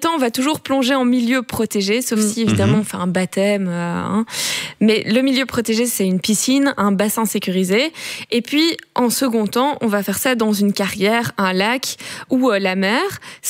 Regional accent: Belgium; mélanges, hein, nous les Belges.

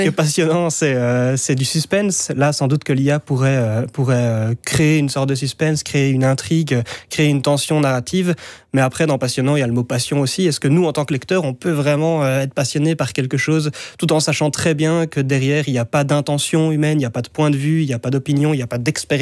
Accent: Belgium; en tant que Belges

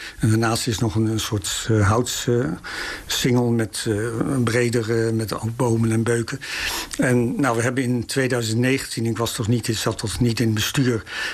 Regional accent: Belt-Schutsloot, Overijssel, Netherlands

